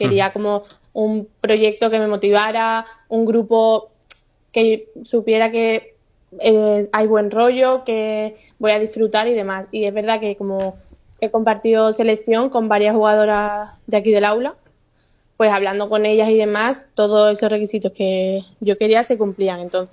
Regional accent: Seville, Andalusia, Spain; De Sevilla, yo soy de Sevilla.

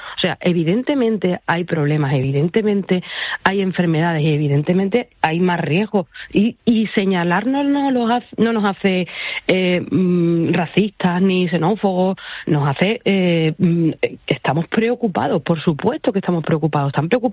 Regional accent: Spain; Yo no necesito que ellos nos digan a nosotros que nosotros somos españoles. Nosotros ya lo sabemos. O sea, nosotros sabemos que somos españoles

